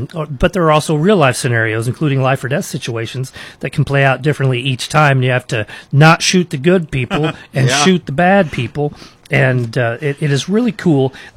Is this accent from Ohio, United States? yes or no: no; Sedalia, Missouri, United States; I remember when they moved that rail car in Sedalia. I grew up in Sedalia.